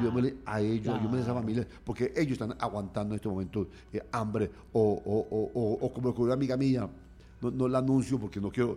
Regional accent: Pereira, Risaralda, Colombia

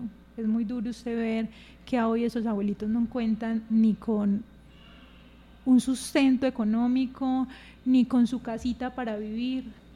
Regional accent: Belén, Colombia; Belén es un pueblo hermoso. Yo amo mi pueblo. Es de los pueblos más lindos del departamento.

